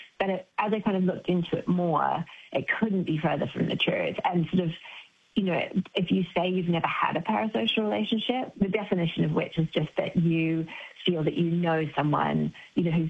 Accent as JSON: {"language": "English", "town": "Palmerston North", "region": "Manawatū-Whanganui", "country": "New Zealand", "tie": "born or raised there", "also_born_or_lived": "Foxton", "said": "Oh, Palmerston North and Foxton, so down the road from you."}